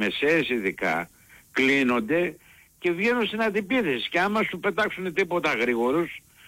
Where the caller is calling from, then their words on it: Heraklion, Crete, Greece; από Ηράκλειο.